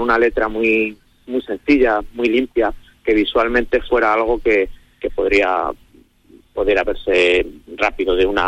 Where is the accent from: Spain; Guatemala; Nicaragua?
Spain; Medina del Campo, Castile and León; como medinense... en vena, además, que me encanta San Antolín, que me encanta mi pueblo